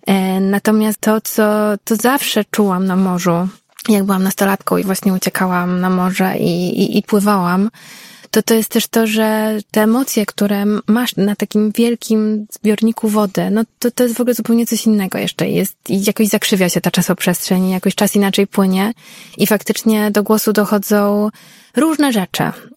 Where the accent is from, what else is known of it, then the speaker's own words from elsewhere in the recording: Warsaw, Masovian Voivodeship, Poland; born there; Ja się urodziłam w Warszawie i to miasto kocham i gdzieś czuję też, że to jest po prostu moje miasto.